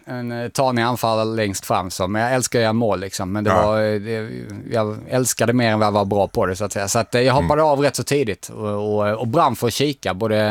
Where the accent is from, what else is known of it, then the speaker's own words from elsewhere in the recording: Dalby, Skåne, Sweden; Jag är från Dalby, så en liten rivalby.